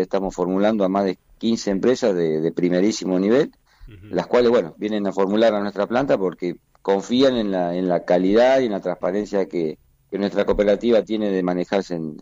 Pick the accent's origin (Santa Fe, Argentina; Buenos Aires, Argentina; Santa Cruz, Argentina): Santa Fe, Argentina; Bombal; Yo soy un productor agrícola ganadero de acá del sur de Santa Fe. Mi pueblo es Bombal.